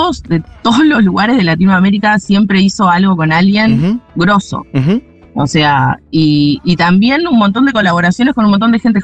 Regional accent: Uruguay; Como simple uruguaya fanática

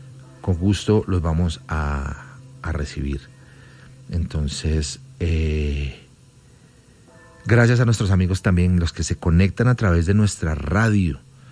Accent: Colombia; aquí somos colombianos y eso es lo más importante en este momento.

